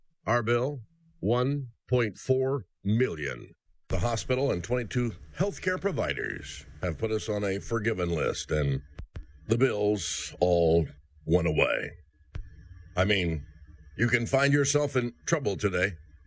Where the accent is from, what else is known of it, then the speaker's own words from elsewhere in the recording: Midwest, United States; I'm a pastor from the Midwest, 38 years of the church that I started.